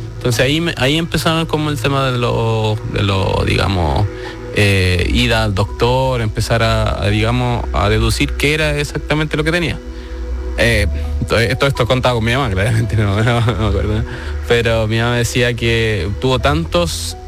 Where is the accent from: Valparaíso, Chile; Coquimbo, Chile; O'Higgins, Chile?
O'Higgins, Chile; Rengo; Yo nací en 97, sí, yo estoy en Rengo, soy originario, oriundo de Rengo, la sexta región, estoy en el colegio Antilén